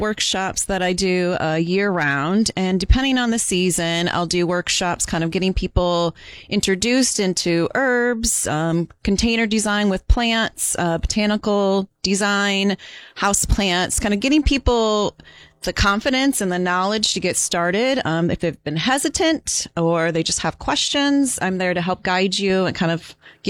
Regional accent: Minnesota, United States; moved away as an adult; now in Hudson Valley, United States; Yes, I was born and raised in Minnesota, lived in the Midwest my entire life until about 4 years ago.

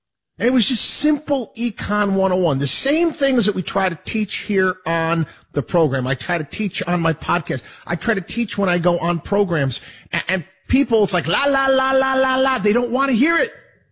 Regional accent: Albany, New York, United States; born or raised there

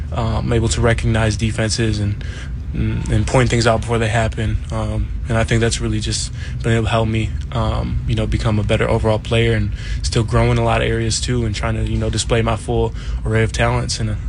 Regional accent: Wisconsin, United States; moved away; especially a Wisconsin native.

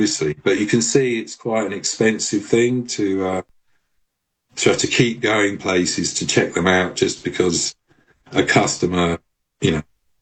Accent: London, United Kingdom; And, you know, as a Londoner, you know, I'm fascinated by, at that point, the biggest city in Europe

